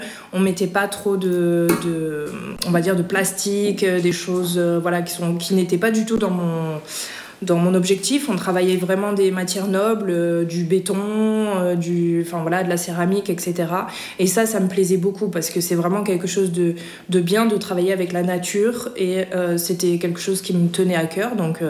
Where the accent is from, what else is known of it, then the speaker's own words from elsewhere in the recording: Hauts-de-France, France; moved away as an adult; now in Côte d'Azur, France; Je suis ch'ti, je viens du Nord. Je suis une, entre guillemets, aluinoise, donc je viens au-dessus de Lille, presque à la frontière belge.